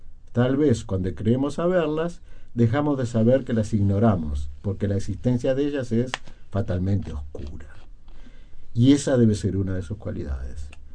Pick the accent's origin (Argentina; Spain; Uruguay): Uruguay; en Uruguay, todos somos uruguayos